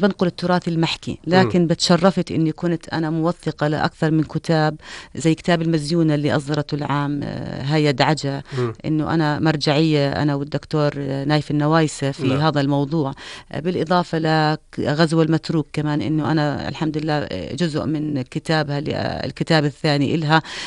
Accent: Mahis, Balqa Governorate, Jordan; born there; يعني انا مسقط رأسي ماحص، وانا بنت فلاحة اصلا.

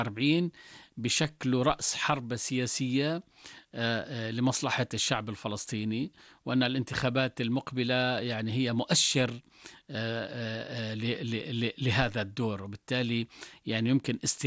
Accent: Jordan; نحن يعني كأردنيين لا نستطيع إلا أن نكون معكم متضامنين متفاعلين

